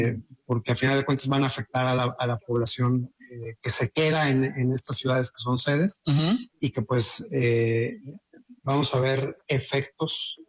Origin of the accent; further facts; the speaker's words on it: Mexico; A mí como mexicano